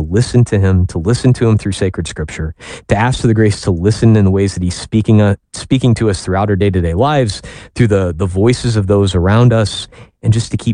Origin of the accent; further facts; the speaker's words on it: Peoria, Illinois, United States; I grew up in the Diocese of Peoria, Illinois, and we had this wonderful vocation summer camp